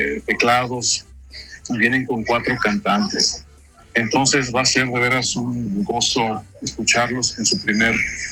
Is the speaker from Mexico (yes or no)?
yes; Mexico; now in Switzerland; tú como mexicano debes sentir también muy orgullosos de nuestra cultura mexicana, sino qué sucede con nuestra cultura mexicana al vivir fuera de México y cómo se adapta esta cultura, vamos a decir, a este país que es nuestra casa ahora, que es Suiza.